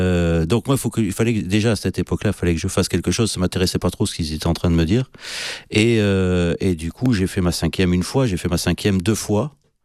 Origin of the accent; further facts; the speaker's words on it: Antibes, Provence-Alpes-Côte d'Azur, France; also born or lived in Cannes / Mougins; Alors mon enfance, elle s'est passée sur la Côte d'Azur. Je suis né à Cannes. J'ai vécu quelques temps à Antibes avec mes parents et ensuite à Mougins. Où j'ai grandi depuis l'âge de 8 ou 9 ans, à peu près.